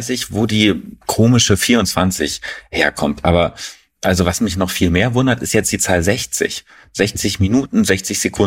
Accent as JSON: {"language": "German", "region": "Berlin", "country": "Germany", "said": "mich als Berliner"}